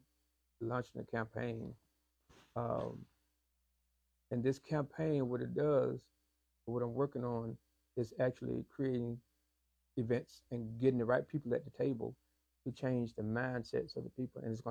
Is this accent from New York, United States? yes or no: no; Albany, Georgia, United States; also born or lived in Macon; I am a native. I'm born and bred here. I moved from Albany, and I was gone for like 3 or 4 years. I went to Macon, and I came back with a vision.